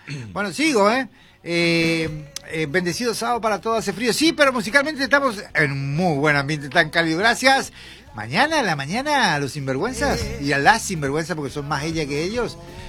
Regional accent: Buenos Aires, Argentina; Sí, yo soy un tipo de la Capi, ¿viste?

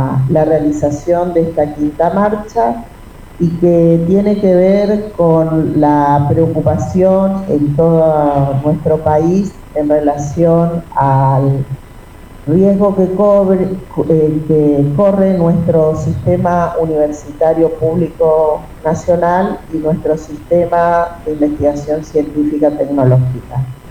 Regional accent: Oberá, Misiones, Argentina; Los que vivimos en Uberá, los que somos de Uberá, los que estamos en Uberá

